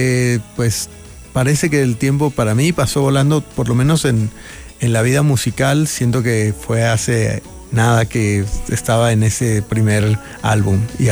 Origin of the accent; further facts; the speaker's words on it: Guadalajara, Jalisco, Mexico; Yo soy de Guadalajara.